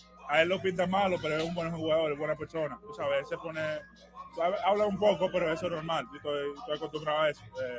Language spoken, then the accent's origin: Spanish; Dominican Republic; soy dominicano